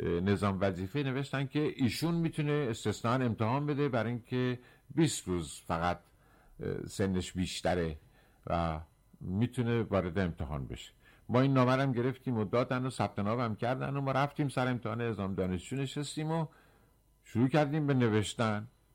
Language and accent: Persian; Rasht, Gilan, Iran; به اندازه من که رشتی هستم افتخار نمیکنه، من بیشتر افتخار میکنم.